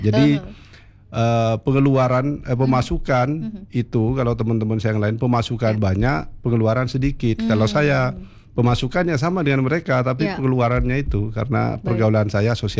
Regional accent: Indonesia; born there; moved away as an adult; also born or lived in Jakarta; pulang ke desa saya di Blakpak.

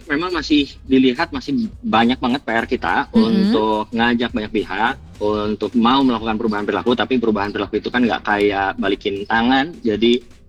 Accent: Bandung, West Java, Indonesia; kita sebagai warga Bandung

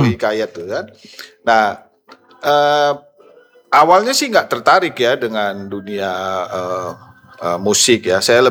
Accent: Medan, North Sumatra, Indonesia; born there; dulu saya tinggal di wilayah Tanjung Mulia

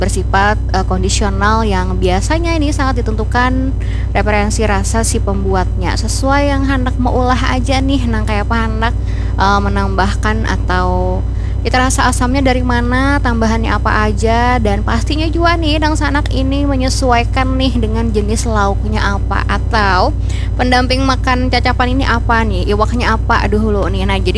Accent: South Kalimantan, Indonesia; jujur kita orang Banjar tuh nyaman banar nih nang sanak.

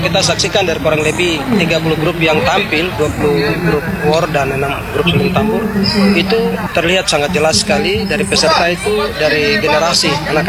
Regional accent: Biak, Papua, Indonesia; kami orang Biak hidup itu diperingi dengan nyanyian juga tari-tarian

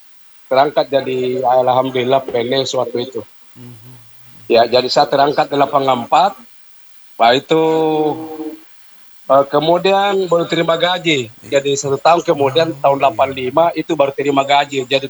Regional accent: Makassar, South Sulawesi, Indonesia; jadi saya tidak ada kampungku. Saya di Makassar, Kak. Jadi kalau di Makassar itu alhamdulillah dulunya itu daerah terpencil. Nah, sekarang itu menjadi kota modern.

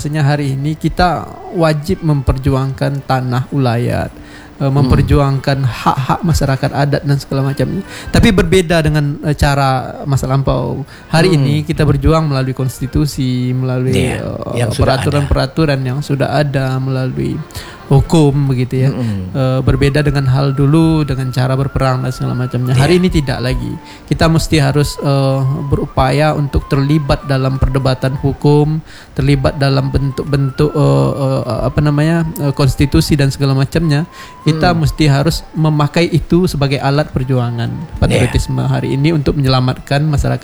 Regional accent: Riau, Indonesia

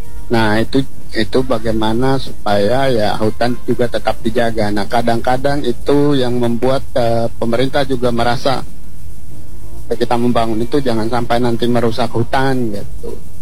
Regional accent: East Nusa Tenggara, Indonesia; Kalau di Sumba sendiri memang karena sebenarnya di kampung saya sendiri, energi baru terbarukan itu sudah terjadi di tahun 99, Pak.

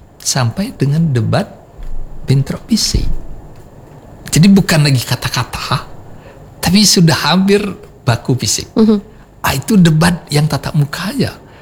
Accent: Indonesia; jadi sejarah kita sebagai orang Indonesia yang tutur katanya sopan apa-apa itu juga membentuk bagaimana sindiran-sindiran yang kita l

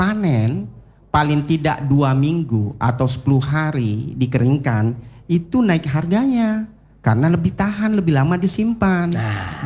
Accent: South Sulawesi, Indonesia; Soalnya saya orang Bugis, enggak ngerti ini bahasanya ini kan.

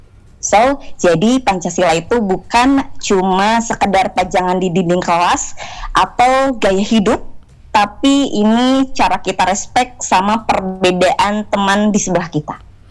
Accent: Sumedang, West Java, Indonesia; now in Bandung, Indonesia; Kalau orangnya, kalau aslinya asli Sumedang, kota tahu.

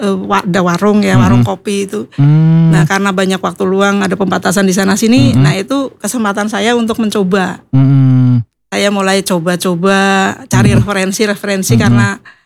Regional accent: Pemalang, Central Java, Indonesia; moved away as an adult; now in Serang, Purbalingga, Indonesia; Saya asli dari Pemalang.

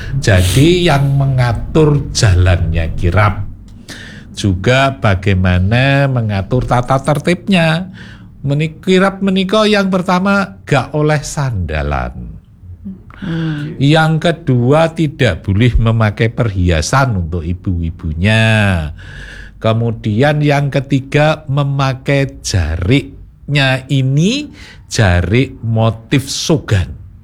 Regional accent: Indonesia; Tapi sekarang ini karena kita wong Jawa. Wong Jawa identik dengan wong Solo. Nah, wong Jawa ini identik dengan Solo.

